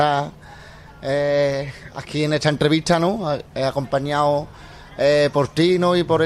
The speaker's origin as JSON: {"language": "Spanish", "town": "Sanlúcar de Barrameda", "region": "Andalusia", "country": "Spain", "tie": "born or raised there", "said": "Y nada, aquí con esta para maravilla de las carreras de caballos de mi tierra, de Sanlúcar de Barrameda."}